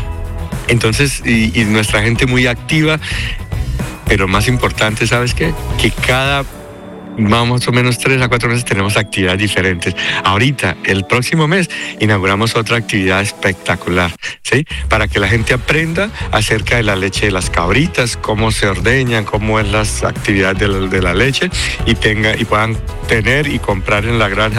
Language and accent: Spanish; Villeta, Cundinamarca, Colombia; yo soy de Villeta y toda mi familia crecimos en medio de la caña y siempre por la caña y produciendo panela